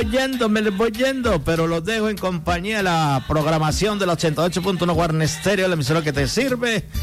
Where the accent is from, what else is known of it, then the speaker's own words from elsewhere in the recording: Antioquia, Colombia; Soy antioqueño en este buen ambiente de la Feria de Flores de la ciudad de Medellín.